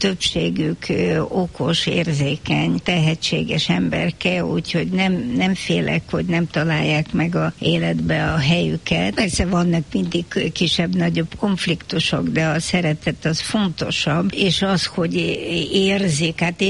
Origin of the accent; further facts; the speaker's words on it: Hungary; magyar vagyok